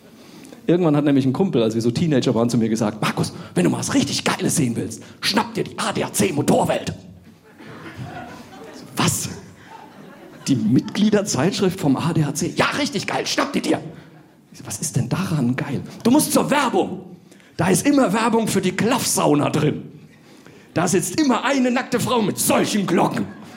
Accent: Bavaria, Germany; now in Cologne, Germany; ich bin in Unterfranken auf dem Land aufgewachsen. Bei uns warst du schon Außenseiter, wenn du evangelisch warst.

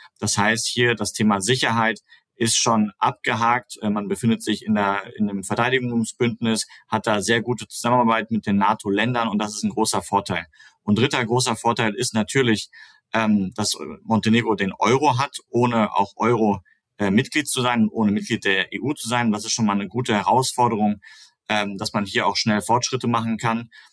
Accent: North Rhine-Westphalia, Germany; Ich komme aus dem Sauerland, das ist so ungefähr wie Dortmund die Größe

